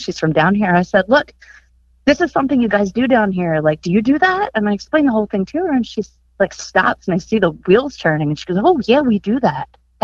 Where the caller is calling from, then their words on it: Norfolk, Virginia, United States; Hi, this is … I'm calling from Norfolk, Virginia Beach.